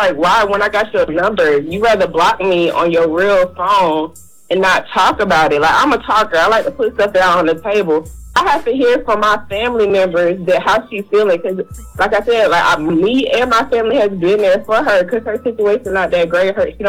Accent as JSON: {"language": "English", "town": "Columbia", "region": "South Carolina", "country": "United States", "said": "I'm from Columbia, South Carolina"}